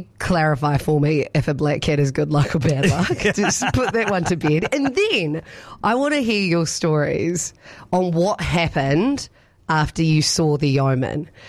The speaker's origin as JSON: {"language": "English", "region": "Canterbury", "country": "New Zealand", "tie": "born or raised there", "moved": "yes", "lives_now": "Wairarapa, New Zealand", "said": "we grew up in Canterbury"}